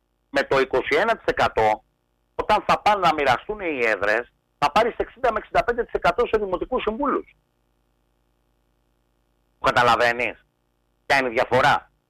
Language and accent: Greek; Oktonia, Central Greece, Greece; Εγώ κατάγομαι από την Οκτωνιά. Πήγαινε σήμερα να δεις την Οκτωνιά. Ένα καφενείο και τέσσερα σπίτια. Αυτό που κάποτε ήταν κεφαλοχώρι.